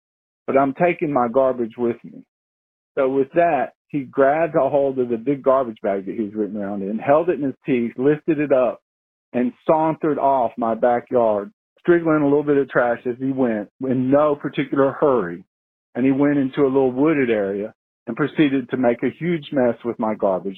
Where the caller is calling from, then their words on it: Gulf Breeze, Florida, United States; I'm calling from Gulf Breeze, Florida. It's in the Florida Panhandle. I'm in a very residential neighborhood